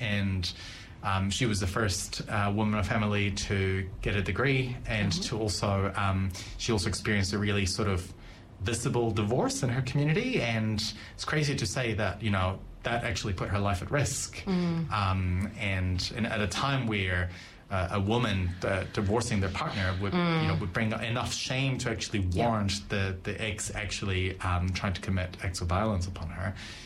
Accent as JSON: {"language": "English", "town": "Tijuana", "region": "Baja California", "country": "Mexico", "tie": "born or raised there", "moved": "yes", "lives_now": "Auckland, New Zealand", "said": "growing up in Tijuana"}